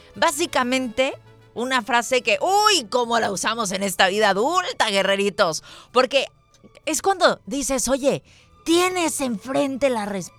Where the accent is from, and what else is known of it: Mexico